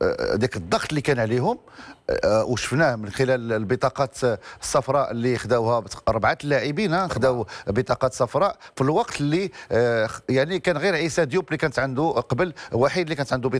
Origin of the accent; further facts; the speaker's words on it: Morocco; فخر لنا ايضا كمغاربه،